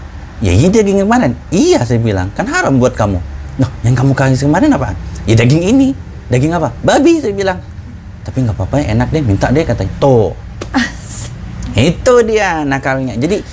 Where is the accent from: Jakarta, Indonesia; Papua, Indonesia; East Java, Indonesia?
Jakarta, Indonesia